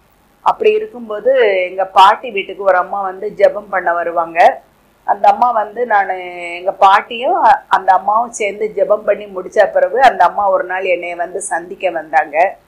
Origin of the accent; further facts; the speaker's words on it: Sattur, Tamil Nadu, India; நான் சாத்தூரில் என் தாய் தகப்பனுக்கு … என் தாயார் பேர் லில்லி. நான் இரண்டாவது மகளாக பிறந்தேன். எனக்கு ஒரு அக்கா, இரண்டு தம்பிகள். கர்த்தரை அறியாத குடும்பத்தில் பிறந்து வளர்க்கப்பட்டேன். எல்லா தெய்வங்களையும் வணங்கி வந்தோம்.